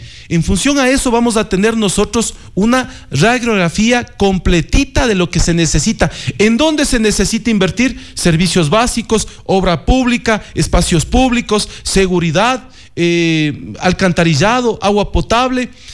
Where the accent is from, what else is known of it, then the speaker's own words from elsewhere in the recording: Riobamba, Chimborazo, Ecuador; born there; en la quinta parroquia de Yaruquí es donde yo nací